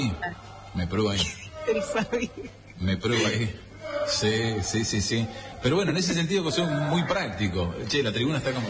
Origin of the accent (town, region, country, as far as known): Malargüe, Mendoza, Argentina